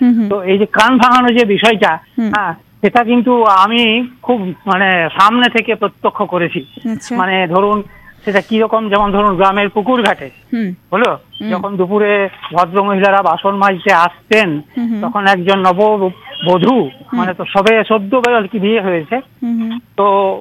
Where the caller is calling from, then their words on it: Dubrajpur, West Bengal, India; আমি পশ্চিমবঙ্গের বীরভূম জেলার দুবরাজপুর থেকে